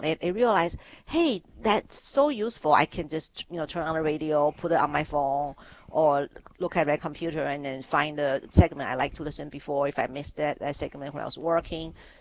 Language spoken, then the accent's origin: English; Taiwan; born or raised there